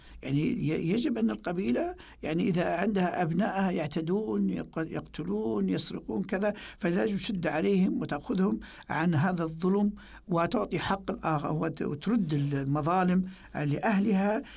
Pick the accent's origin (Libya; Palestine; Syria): Libya; في حقوق نحن كليبيين كدولة ليبية، عندنا حقوق ما بين بيتي وبيت الجاري